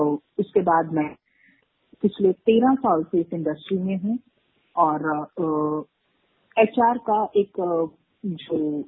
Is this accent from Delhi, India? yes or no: yes; Delhi, India; और मैं दिल्ली से हूँ। मेरी स्कूलिंग और कॉलेज सारी स्टडी दिल्ली से ही हुई है।